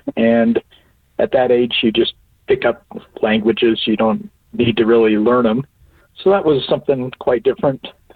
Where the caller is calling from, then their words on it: West Jordan, Utah, United States; from West Jordan, Utah, and my Friday favorite is